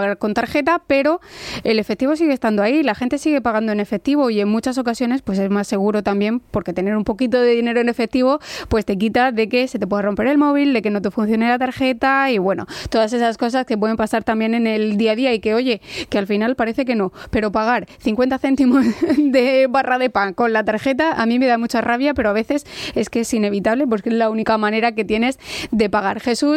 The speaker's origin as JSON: {"language": "Spanish", "region": "Region of Murcia", "country": "Spain", "said": "Muchas veces, Carmen, somos los propios murcianos los que no descubrimos nuestra región."}